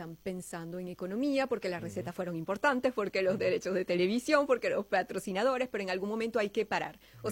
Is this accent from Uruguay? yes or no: no; Venezuela; Y eso que yo soy venezolana, me gustaría que lo abrieran más para que entremos.